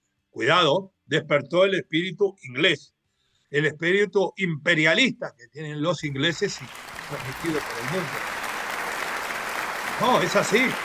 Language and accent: Spanish; Uruguay; Por supuesto, como somos los uruguayos, nos hicieron el favor y nos agradecimos.